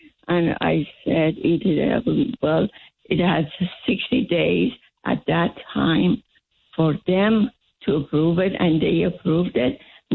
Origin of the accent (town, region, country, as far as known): Turkey; English is a second language; now in California, United States